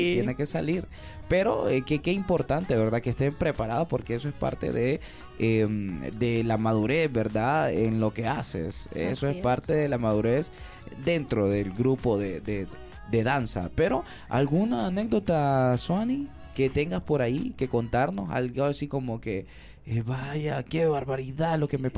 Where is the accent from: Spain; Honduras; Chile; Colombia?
Honduras; Todo esto que nos representa a nosotros como hondureños.